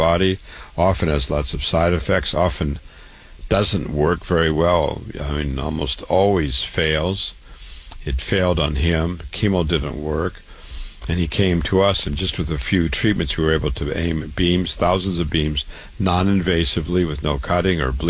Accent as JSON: {"language": "English", "town": "Waterloo", "region": "Iowa", "country": "United States", "tie": "born or raised there", "said": "I was born and raised in Waterloo, Iowa. I went to medical school there."}